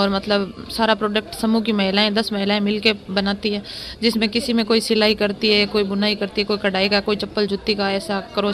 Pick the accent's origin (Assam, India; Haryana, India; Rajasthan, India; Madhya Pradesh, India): Rajasthan, India; Sinthal; और मेरा गांव है सिंथल, बीकानेर ब्लॉक